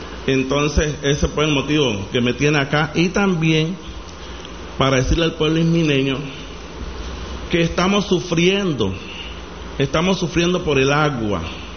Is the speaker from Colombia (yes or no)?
yes; Chocó, Colombia; soy de la comunidad de La Mojarra.